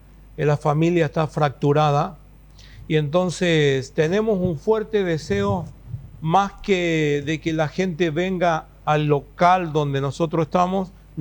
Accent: Paraguay; now in Buenos Aires, Argentina; Bueno, nosotros salimos de Paraguay con el llamado de comenzar una obra en Capital Federal.

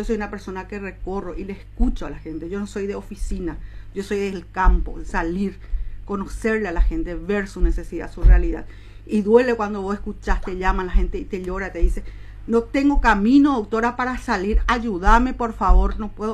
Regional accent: Ciudad del Este, Alto Paraná, Paraguay; Yo soy de Ciudad del Este. Nací y crecí en Ciudad del Este.

